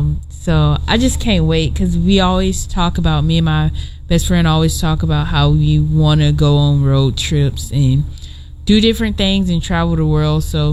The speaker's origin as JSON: {"language": "English", "region": "Texas", "country": "United States", "moved": "yes", "said": "I'm from Texas"}